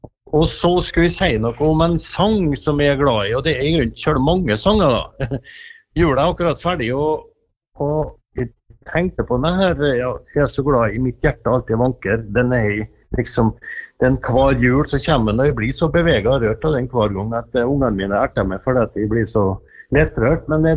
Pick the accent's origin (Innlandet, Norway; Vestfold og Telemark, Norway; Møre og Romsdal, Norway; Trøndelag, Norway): Møre og Romsdal, Norway; Eidsvåg; jeg kommer fra Eidsvågen inn i Romsdalen. Nå vi jo blitt en del av Molde kommune etter hvert. Før var vi Nesset kommune